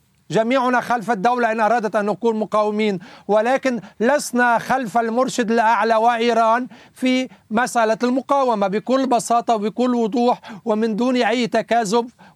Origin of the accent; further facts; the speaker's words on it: Lebanon; نحن غير معنيين كلبنانيين